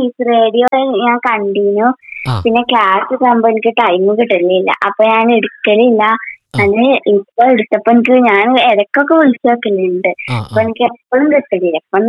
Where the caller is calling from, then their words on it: Poroor, Kerala, India; മലപ്പുറം ജില്ലയില്